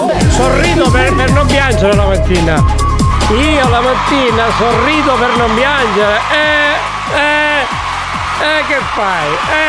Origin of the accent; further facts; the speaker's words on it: Catania, Sicily, Italy; Terreno bagnato, perlomeno qui, parlo dalle mie parti a Catania.